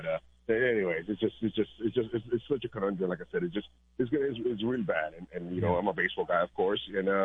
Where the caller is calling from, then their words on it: Ottawa, Ontario, Canada; I'm here calling from Ottawa, dude.